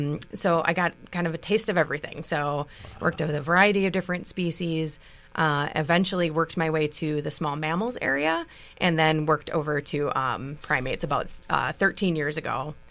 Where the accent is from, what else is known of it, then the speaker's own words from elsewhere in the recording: Racine, Wisconsin, United States; Yeah, so I'm actually originally from Racine. Right from this neck of the woods.